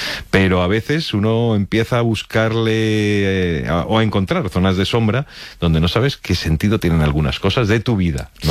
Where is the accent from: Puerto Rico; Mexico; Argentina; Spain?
Spain